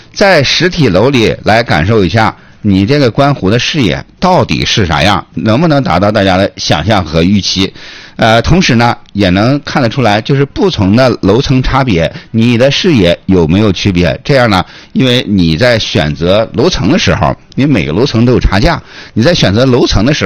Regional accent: Changchun, Jilin, China; 我们长春人或者东北人

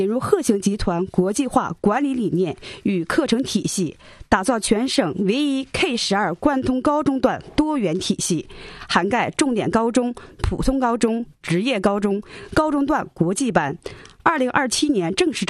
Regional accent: China; 我们中国人

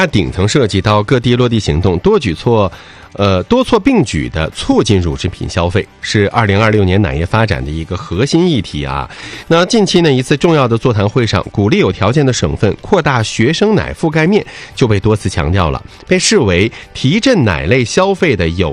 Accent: Northeast China, China; 我们东北人

